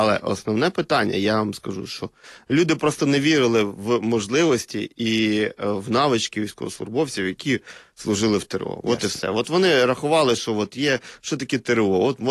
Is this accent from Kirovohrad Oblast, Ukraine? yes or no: no; Luhansk Oblast, Ukraine